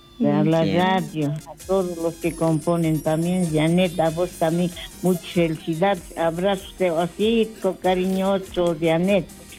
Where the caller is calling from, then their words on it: Bolivia; Aquí de la zona sur, de la calle Pagador, Potosí, y la América, ahí estoy, al sur, de la Walter con Maca.